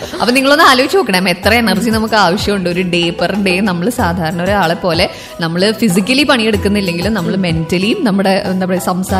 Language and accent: Malayalam; Thrissur, Kerala, India; accent: Thrissur slang; എനിക്ക് തോന്നുന്നു എന്റെ തൃശ്ശൂർ സ്ലാങ് എനിക്ക് അധികമില്ല, പക്ഷെ ചില വാക്കുകൾ ഇങ്ങനെ തൃശ്ശൂർ സ്ലാങ്ങിൽ കയറി വരാറുണ്ട്.